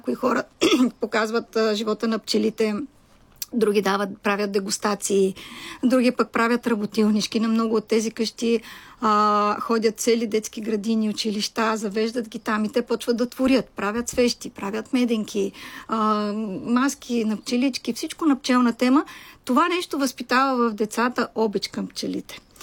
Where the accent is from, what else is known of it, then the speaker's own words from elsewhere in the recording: Sofia, Sofia City, Bulgaria; Аз съм дете от София, с всички роднини софиянци, така че като малка страдах, че нямам село.